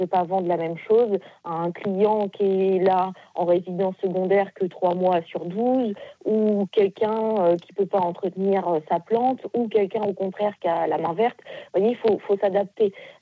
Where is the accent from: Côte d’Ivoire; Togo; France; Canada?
France; Beaulieu-Roi; Alors, moi, je suis de Beaulieu-Roi, donc nous sommes 1300 habitants.